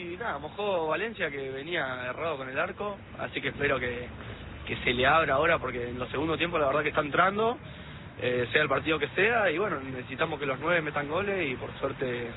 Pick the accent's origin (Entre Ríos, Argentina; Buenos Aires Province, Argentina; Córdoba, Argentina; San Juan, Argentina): Buenos Aires Province, Argentina; Marcos Paz; Ya nosotros somos de Marcos Paz, así que bueno, somos bastantes amigos que nos juntamos todos los partidos